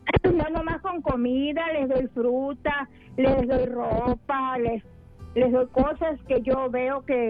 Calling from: California, United States; Brole, California.

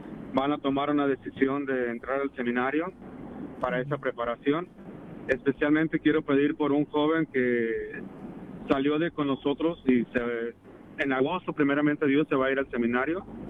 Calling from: Hesperia, California, United States; de Hesperia.

